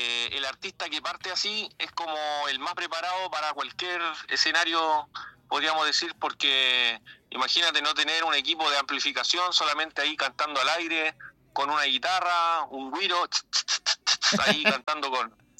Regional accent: Maipú, Santiago Metropolitan Region, Chile; now in United States; Yo soy de Maipú, soy oriundo de Maipú y vocalista, creador, fundador, cofundador del grupo

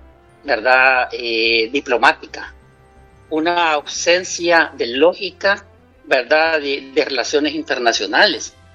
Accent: El Salvador

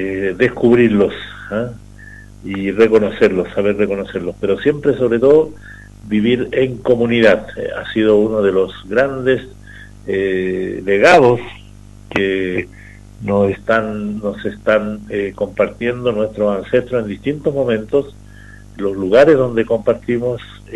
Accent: Putre, Arica and Parinacota, Chile; en el pueblo, en mi caso en Putre, por ejemplo, con mi mamita, nací en Avenida Condori Mamani

